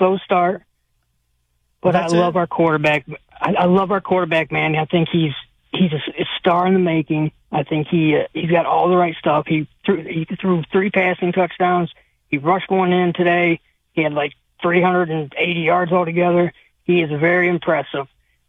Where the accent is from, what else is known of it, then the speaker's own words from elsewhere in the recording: New York, United States; now in Alabama, United States; So I live in Alabama, but I grew up in Western New York.